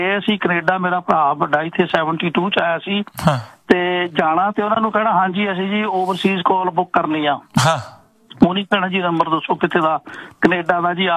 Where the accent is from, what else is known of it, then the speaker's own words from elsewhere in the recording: Boparai, Punjab, India; ਮਤਲਬ ਜਿਹੜਾ ਇਹ ਸਾਡਾ ਪਿੰਡ ਹੈਗਾ ਜੀ ਬੋਪਾਰਾ ਗੁਰਾਇਆ